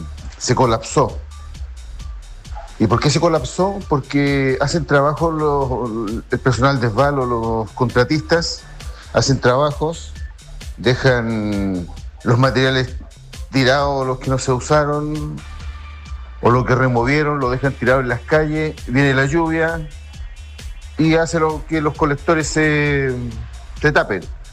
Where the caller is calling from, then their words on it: Valparaíso, Chile; soy un vecino del Cerro Mesilla, acá en Valparaíso.